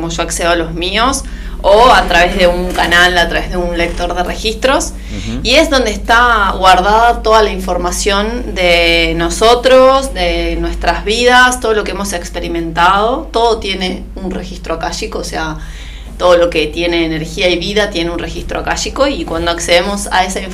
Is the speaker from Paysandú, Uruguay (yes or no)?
yes; Paysandú, Uruguay; moved away as an adult; Soy de Paysandú, soy sanducera. Vivo hace 6 años acá.